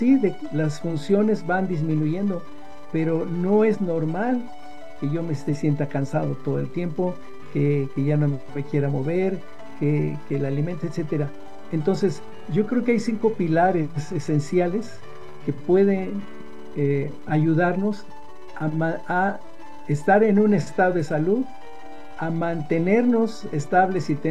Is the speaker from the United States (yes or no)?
no; Mexico